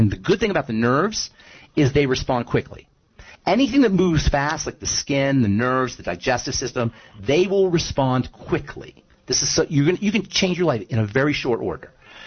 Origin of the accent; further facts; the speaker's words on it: Trenton, New Jersey, United States; I grew up in Trenton. I know all about Philly.